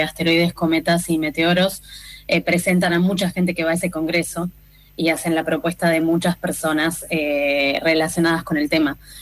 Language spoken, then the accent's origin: Spanish; Bahía Blanca, Buenos Aires Province, Argentina; Yo soy de Bahía Blanca